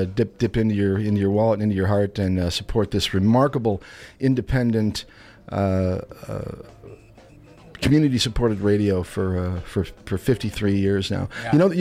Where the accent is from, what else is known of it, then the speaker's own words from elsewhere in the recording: Chicago, Illinois, United States; I'm a huge radio fan, and I grew up in the Chicago market